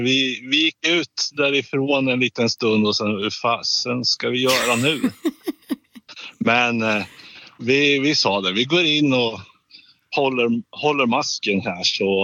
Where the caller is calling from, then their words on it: Leksand, Dalarna County, Sweden; Ja, på lördag har vi hemmamatch hemma i Leksand mot Oskarshamn, så att då är vi på plats igen.